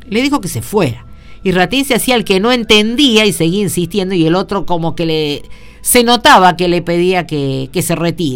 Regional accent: Argentina

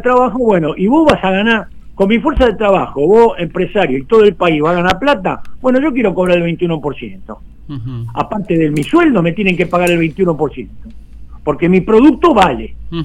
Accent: Argentina

